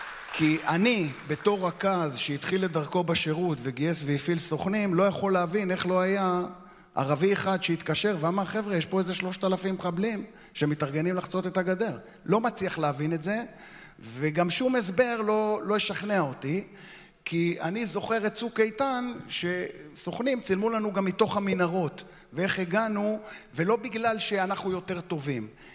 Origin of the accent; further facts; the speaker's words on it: Ramat Gan, Tel Aviv District, Israel; ואני גדלתי סמוך לגבעתיים ברמת גן, ואני גם בוגר קלעי גבעתיים.